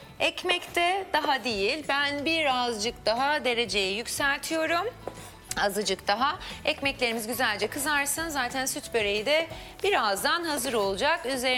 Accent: Aydın, Turkey; İncir de benim memleketimin meşhurdur biliyorsun. Aydın

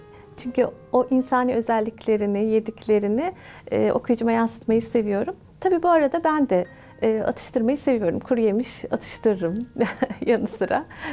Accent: Amasya, Turkey; Amasyalıyım çünkü Amasyalılar çok çay içerler.

